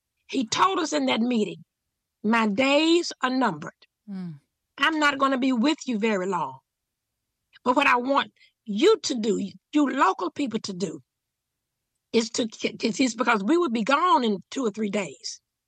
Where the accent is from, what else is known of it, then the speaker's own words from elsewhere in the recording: Canton, Mississippi, United States; When the marchers were approaching my hometown in Canton, Canton sits kind of in the middle of the state.